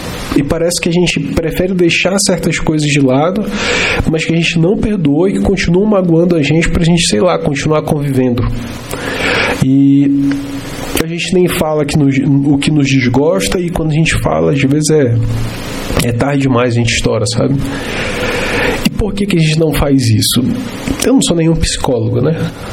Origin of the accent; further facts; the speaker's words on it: Belém, Pará, Brazil; also born or lived in Macapá, Amapá; now in Videira, Brazil; E eu sou nascido e criado na região norte do país. Eu sou nascido em Macapá, fui criado em Belém do Pará.